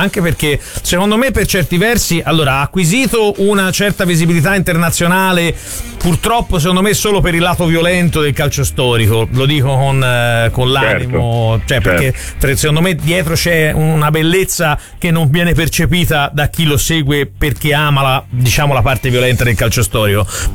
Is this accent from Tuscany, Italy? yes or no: yes; Florence, Tuscany, Italy; born there; nato in Santa Croce, ed è una cosa che mi porto dentro, perché sono nato in Santa Croce